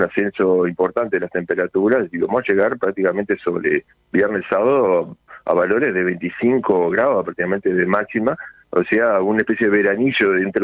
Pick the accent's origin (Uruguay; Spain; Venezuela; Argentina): Uruguay